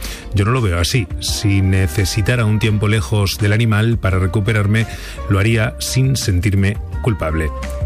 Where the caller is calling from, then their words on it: Salamanca, Castile and León, Spain; de Salamanca, estoy trabajando en la recepción de un hotel y ahora estoy en mi tiempo de cena.